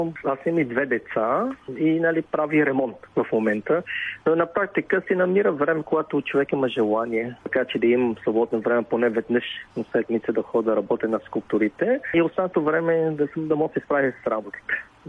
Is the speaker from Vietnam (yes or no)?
yes; Vietnam; also born or lived in United States; now in Bulgaria; съм от Виетнам. Сам дето съм живял на толкова различни места по света. Една трета от живота ми съм живял в Виетнам, две трети в България и една трета в щатите.